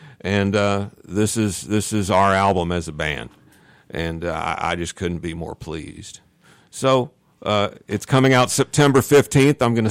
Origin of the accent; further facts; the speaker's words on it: Champaign, Illinois, United States; moved away; I grew up in Champaign, Urbana. I moved here in 1979.